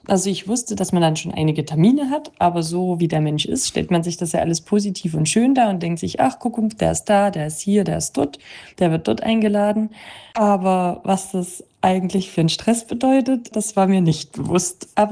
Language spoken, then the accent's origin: German; Annaberg, Saxony, Germany; Ich bin da unendlich stolz drauf, trage meine Heimat auch unendlich gerne in die Welt. Und egal, wo ich mich befinde, Annaberg hat immer einen Platz in meinem Herzen.